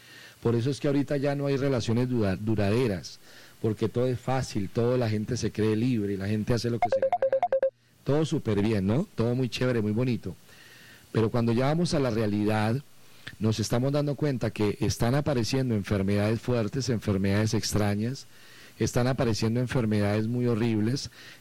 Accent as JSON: {"language": "Spanish", "country": "Colombia", "said": "nosotros, como buenos colombianos"}